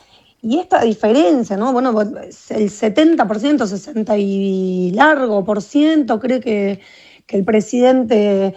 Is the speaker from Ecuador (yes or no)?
no; Argentina; como argentina, digo, los argentinos